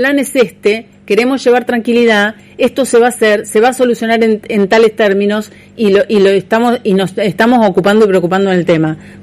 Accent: Santa Fe, Argentina

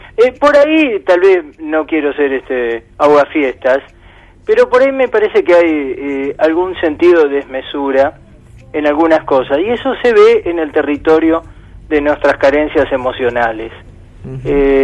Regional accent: Argentina

